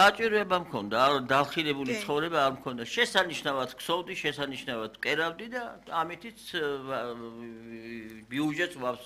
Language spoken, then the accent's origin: Georgian; Mtskheta-Mtianeti, Georgia; ზედით ხევსური ვარ ჯიში და ჯილაგი დერის მხრიდან არც მამის მხრიდან და ცუდი იმის იქაც არაჩვეულებრივი ხალხია მაგრამ მაინც აქეთ უფრო სადაც გავიზარდე სადაც დავიბადე ის უფრო არის ჩემში ღრმად